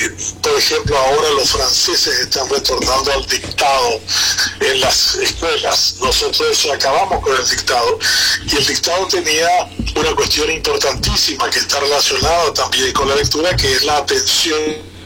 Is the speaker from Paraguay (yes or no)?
yes; Paraguay; nosotros en base estructural los paraguayos